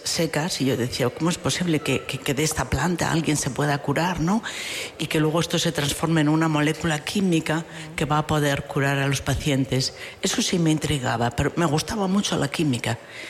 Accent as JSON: {"language": "Spanish", "town": "Carrizo", "region": "Castile and León", "country": "Spain", "tie": "born or raised there", "said": "Me siento tremendamente unida a mi pueblo de Carrizo."}